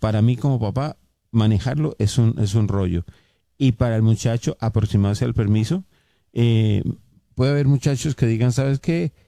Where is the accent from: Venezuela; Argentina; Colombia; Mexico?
Colombia; moved away as an adult; now in United States